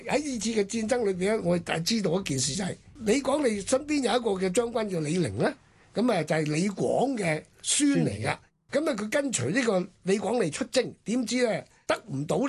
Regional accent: Guangdong, China; 我哋廣東人都成日講嘅

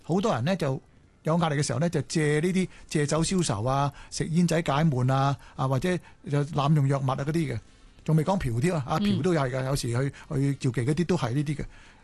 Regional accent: Hong Kong; 我哋香港人都幾急，你聽我講嘢急啦

